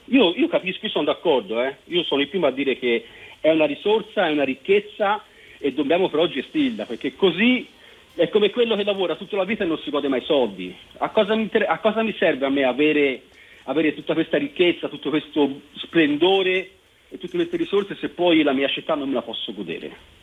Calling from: Florence, Tuscany, Italy; da fiorentino

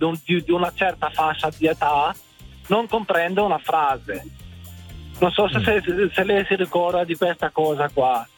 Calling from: Albino, Lombardy, Italy; Io chiamo da Albino, provincia di Bergamo.

